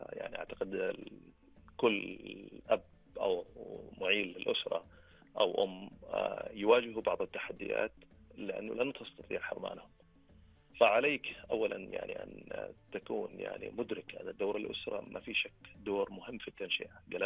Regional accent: Oman; نحن كمجتمع عماني

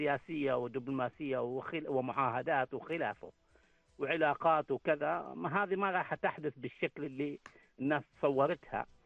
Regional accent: Oman; هناك الآن أنا أعتبرها هذه رسالة إيجابية لنا نحن كعمانيين بشكل خاص.

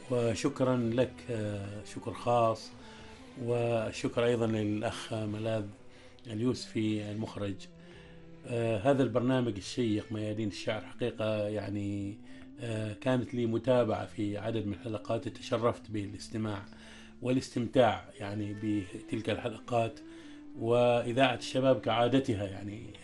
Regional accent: Ibra, North Ash Sharqiyah, Oman; أذكر من أساتذتي في أيام الصغر وأنا في قريتي، قرية الصباخ في ولاية إبرة،

